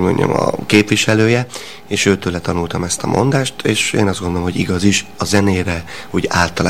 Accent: Veszprém, Veszprém County, Hungary; Veszprémben nevelkedtem

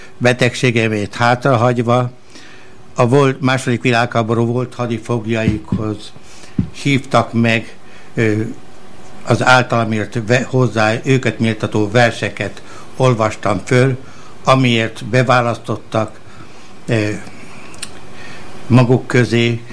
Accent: Karácsond, Heves, Hungary; born there; also born or lived in Ráckeresztúr / Pásztó; now in Nagykáta, Hungary; Nagykátáról. Ráckeresztoron születtem 1940. november 29-én. Karácsondon és Pászton végeztem iskoláimat.

